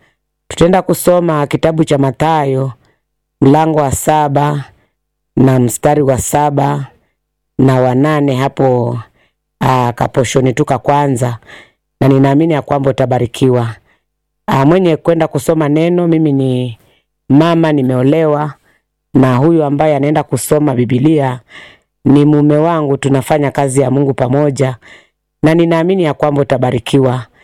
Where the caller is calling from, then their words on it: Machakos County, Kenya; nimeokoka na nampenda Yesu. Natoka Machakos County na hudumu na huduma ya Neema ya Ajabu pale Katoloni stage inaitwa 240.